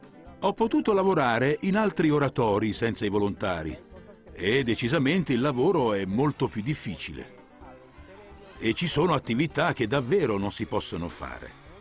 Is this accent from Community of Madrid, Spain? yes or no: yes; Madrid, Community of Madrid, Spain; moved away as an adult; now in Ecuador; Io sono spagnolo, di Madrid, dove lavoravo